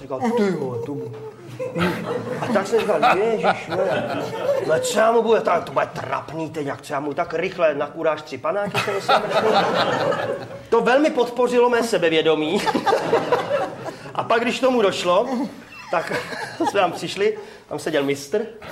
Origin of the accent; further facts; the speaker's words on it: Chrast, Pardubice Region, Czechia; Já jsem byl nedávno, loni někdy to bylo u nás v Chrasti v kině. A v Chrasti doma u nás v kině a dávali poslední léč, hele.